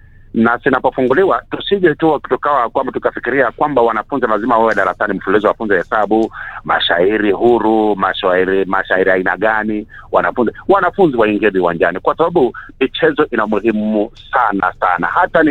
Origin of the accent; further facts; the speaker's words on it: Rift Valley, Kenya; hakika mimi natoka katika Bonde la Ufa.